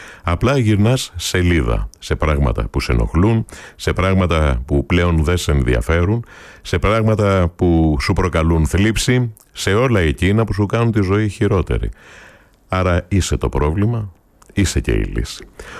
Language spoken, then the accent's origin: Greek; Nafplio, Peloponnese, Greece; moved away; στην πατρίδα μου στον Ναύπλιο